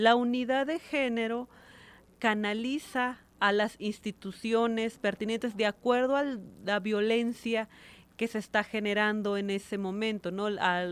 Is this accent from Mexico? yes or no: yes; Tlachichilco, Veracruz, Mexico; Soy originaria de una comunidad que se llama Xalame, municipio de Tlachichilco, Veracruz, en el norte del estado, de la Huasteca Veracruzana.